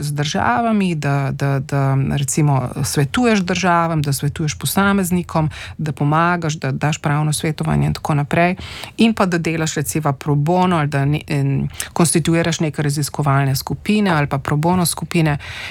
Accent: Postojna, Littoral–Inner Carniola, Slovenia; Jaz sem odraščala v Postojni, se pravi pri, oziroma bom reka splošno na Primorske

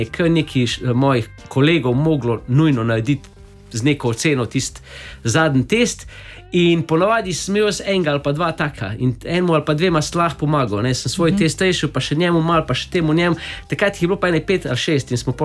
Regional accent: Velenje, Savinja, Slovenia; Ja, zdaj smo iz Velenja, no.

